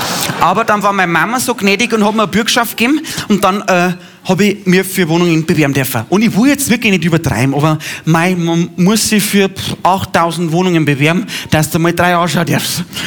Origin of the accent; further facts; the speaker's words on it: Bavaria, Germany; Sie bei uns im Bayerischen Wald heißt das ausgeräumt.